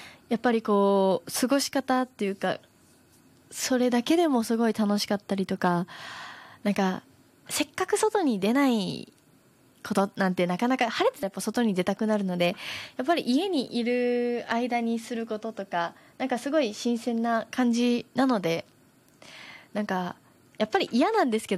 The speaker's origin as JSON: {"language": "Japanese", "region": "Miyazaki", "country": "Japan", "tie": "born or raised there", "said": "私の地元である宮崎がある九州の"}